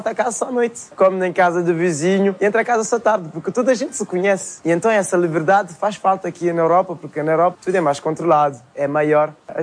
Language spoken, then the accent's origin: Portuguese; Cape Verde; moved away; also born or lived in Portugal; Desde que saí de Cabo Verde, que cheguei em Portugal, a minha vida foi só jogar bola.